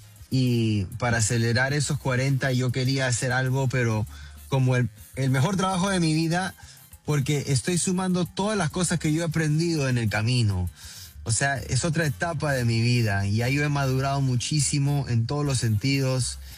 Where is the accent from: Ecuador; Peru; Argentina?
Peru; yo soy peruano.